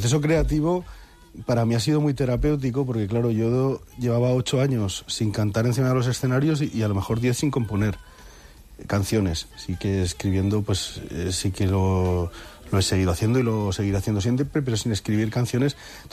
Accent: Asturias, Spain; la aldea asturiana de donde vengo

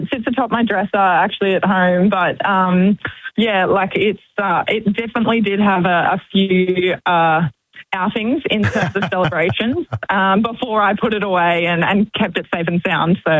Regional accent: Magnetic Island, Queensland, Australia; Magnetic Island in far north Queensland we grew

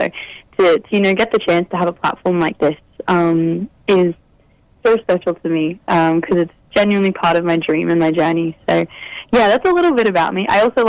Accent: Brisbane, Queensland, Australia; my mob is the Caringbal people from Queensland. I grew up in Brisbane, Meanjin in Queensland, pretty much born and raised here. I haven't really left. It's very much home for me.

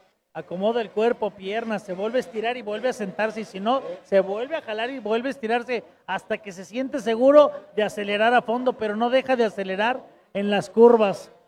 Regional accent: Martínez de la Torre, Veracruz, Mexico; soy de Martínez de la Torre, Veracruz

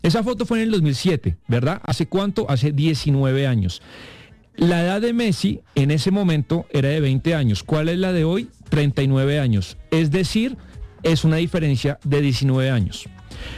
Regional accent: Spain; Bueno, si uno se tiene que agarrar como español alguna coincidencia de la historia

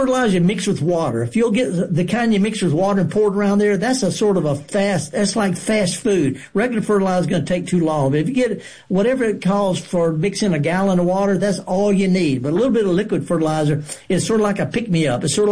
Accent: Mississippi Delta, United States; Okay. Now, I'm from the Delta.

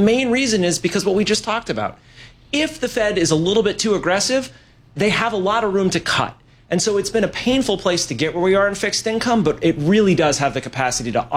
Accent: San Diego, California, United States; Oh, I grew up in San Diego, so for me, it's definitely Padres.

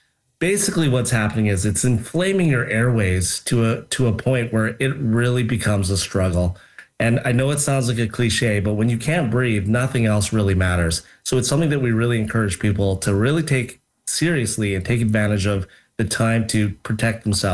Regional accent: British Columbia, Canada; as British Columbians

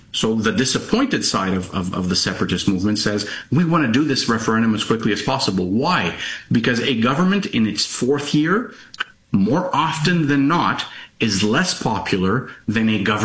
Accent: Quebec, Canada; I'm born and raised in Quebec. My roots are in Quebec.

